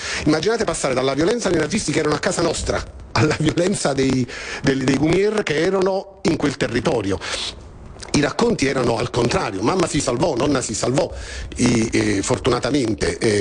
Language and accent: Italian; Naples, Campania, Italy; also born or lived in Veroli, Lazio; io ci sono cresciuto in quota parte, sono napoletano